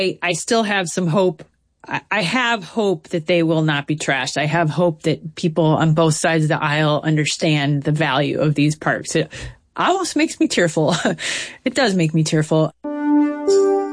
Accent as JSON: {"language": "English", "region": "Midwest", "country": "United States", "said": "Yeah, I'm from the Midwest."}